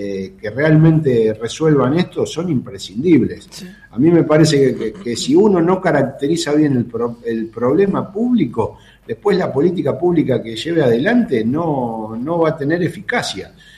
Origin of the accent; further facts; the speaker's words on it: Bahía Blanca, Buenos Aires Province, Argentina; somos de Bahía